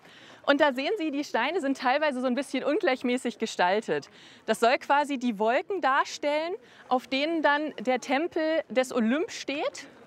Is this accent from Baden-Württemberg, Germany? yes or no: no; Baunatal, Hesse, Germany; also ich komme zwar hier aus Baunatal, aus der Gegend